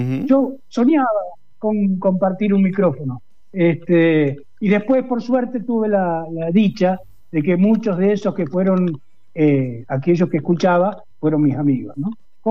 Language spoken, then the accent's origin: Spanish; San Carlos de Bariloche, Río Negro, Argentina; Yo soy patagónico, barilochense, claro.